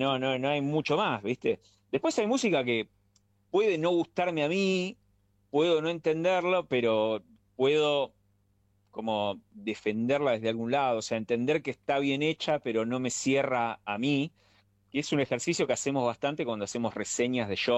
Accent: Buenos Aires Province, Argentina; yo soy del conurbano de Zona

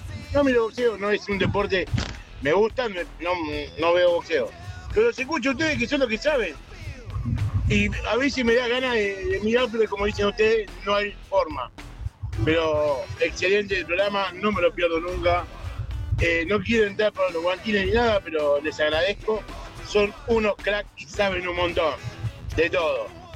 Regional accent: Pilar, Buenos Aires Province, Argentina; Hola, muchachos. … soy de Pilar.

